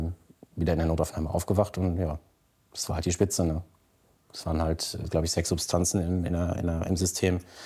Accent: Lüdenscheid, North Rhine-Westphalia, Germany; in das Elternhaus bin, wo ich aufgewachsen bin in Lüdenscheid

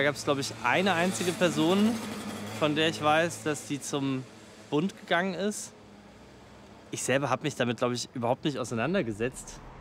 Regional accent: Freising, Bavaria, Germany; Ich komme aus Freising bei München. Mein Schulweg führte durch ein stillgelegtes Kasernenareal.

